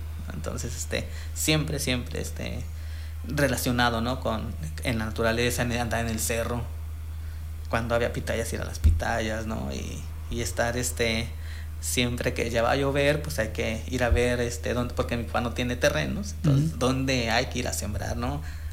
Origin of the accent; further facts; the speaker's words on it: Jalisco, Mexico; born there; also born or lived in Autlán / Lagunillas; Nací aquí en Autlán. Mis primeros 9 años estuve en Lagunillas.